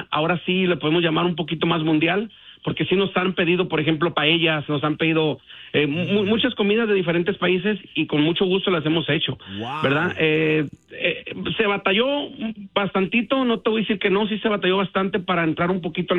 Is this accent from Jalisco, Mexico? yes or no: no; Nayarit, Mexico; also born or lived in Sinaloa; now in United States; nosotros somos de Nayarit, del estado de Nayarit, de la parte de Tepic, parte costera también de Santiago Escuintla, Nayarit. También con familia en Sinaloa, parte de Mazatlán.